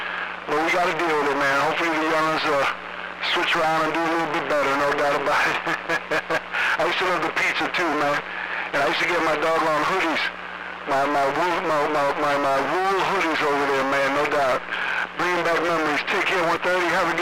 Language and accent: English; Elmwood Park, New Jersey, United States; I'm from Jersey. I'm from Elmwood Park, New Jersey.